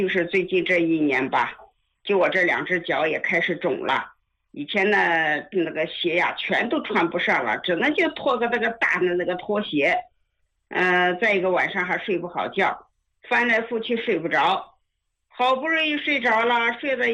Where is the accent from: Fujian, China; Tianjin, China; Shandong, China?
Tianjin, China; 我是天津的啊